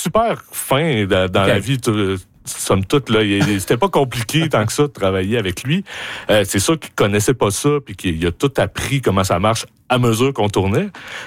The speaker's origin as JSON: {"language": "French", "town": "Quebec City", "region": "Quebec", "country": "Canada", "tie": "born or raised there", "moved": "yes", "said": "retourner dans mon lieu de où j'ai grandi, ben oui, à Beauport, justement, à Limoilou, à Québec."}